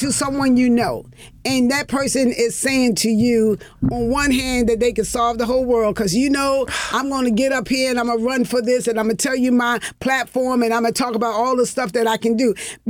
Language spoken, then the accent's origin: English; Baltimore, Maryland, United States; Because I grew up in Baltimore, and I know nothing about The Wire because I did not live in that environment.